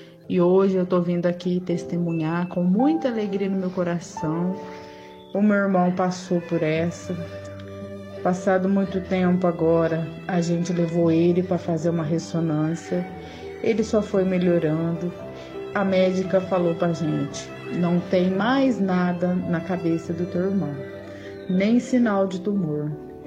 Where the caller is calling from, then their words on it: Mococa, São Paulo, Brazil; sou da cidade de Mococa